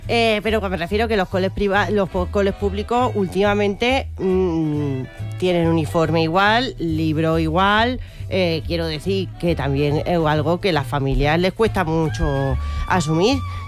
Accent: Region of Murcia, Spain; Estas son de mi tierra, ¿a que sí, verdad?

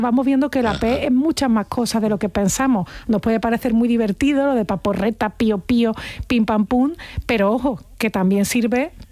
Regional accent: Andalusia, Spain; accent: Andalusian; Para mí, como andaluza, pues las consonantes que están al final de sílaba tienden a no decirse o a modificarse.

